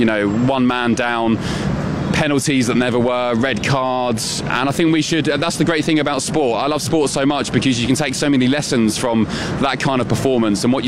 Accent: England, United Kingdom; we're English

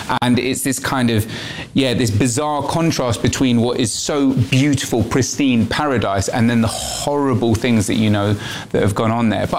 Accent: United Kingdom; We're British journalists.

